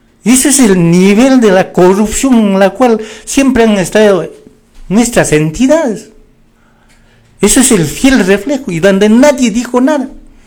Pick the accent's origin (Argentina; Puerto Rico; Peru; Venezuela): Peru; Calca, Cusco; soy calqueño y amo a mi tierra.